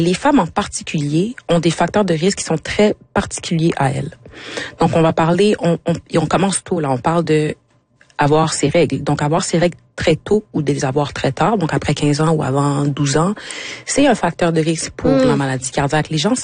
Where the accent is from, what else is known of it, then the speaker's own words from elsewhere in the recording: Quebec, Canada; born there; Je suis née au Québec. C'est ma maison, c'est mon pays.